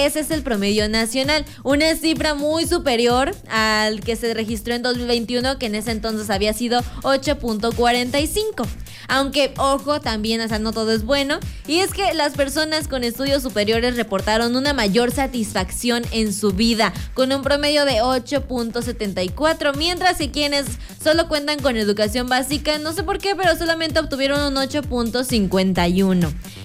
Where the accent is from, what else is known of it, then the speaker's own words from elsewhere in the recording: Mexico; cómo nos sentimos como mexicanos